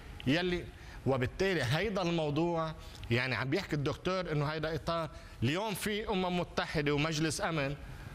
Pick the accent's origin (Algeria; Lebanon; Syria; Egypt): Lebanon; أنا لبناني